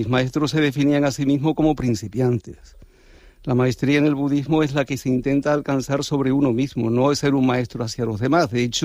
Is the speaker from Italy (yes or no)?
no; Santa Cruz de Tenerife, Canary Islands, Spain; also born or lived in India / Nepal / Thailand; yo soy de Tenerife, me crié en el barrio de Buenos Aires.